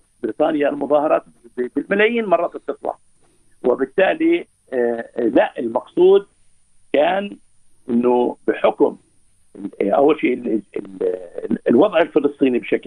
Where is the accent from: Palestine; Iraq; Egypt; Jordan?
Palestine; كفانا نحن كفلسطينيين وكشعوب عربية كلام